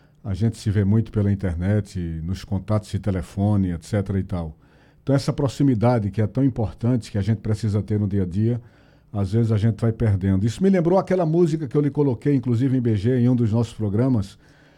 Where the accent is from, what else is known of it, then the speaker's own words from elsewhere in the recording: Belo Jardim, Pernambuco, Brazil; moved away; Ele faleceu ontem na minha querida Belo Jardim, minha terra natal.